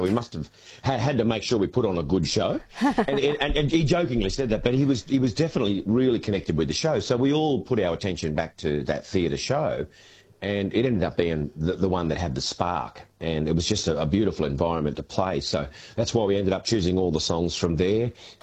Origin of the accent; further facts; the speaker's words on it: Grafton, New South Wales, Australia; he was from my hometown of Grafton.